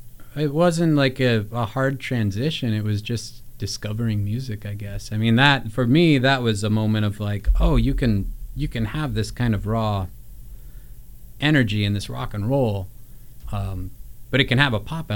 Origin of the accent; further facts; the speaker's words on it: Oregon, United States; I grew up in Southern Oregon